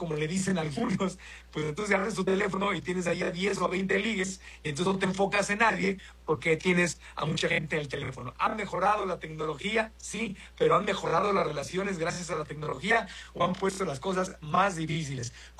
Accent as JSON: {"language": "Spanish", "country": "Mexico", "said": "en un tema que nosotros hemos querido simplemente como mexicanos ayudar y apoyar"}